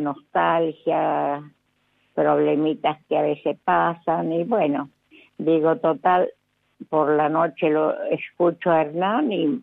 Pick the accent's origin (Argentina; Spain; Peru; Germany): Argentina; Villa Mercedes, San Luis; Sí, Mercedes San Luis.